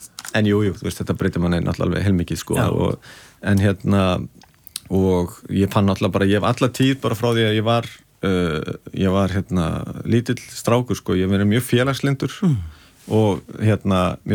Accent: Garðabær, Capital Region, Iceland; also born or lived in Breiðholt, Reykjavík; Jú, ég er alinu upp í Garðabæ, hérna, flutti 2 ára gamall úr Breiðholtinu, og í Garðabæin

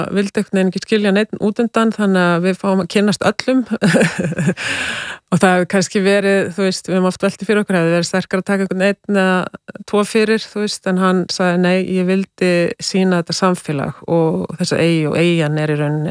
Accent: Grundarfjörður, Western Region, Iceland; ég er sjálf frá Grundarfirði og að vera að skoða heimildir þaðan

